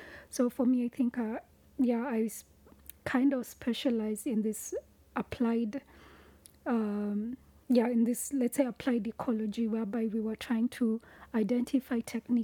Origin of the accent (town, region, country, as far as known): Nairobi, Kenya; born or raised there